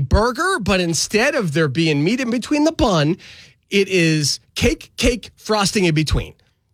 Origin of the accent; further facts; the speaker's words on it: Massachusetts, United States; born there; moved away; Well, because I was born in New England. I was born in Massachusetts.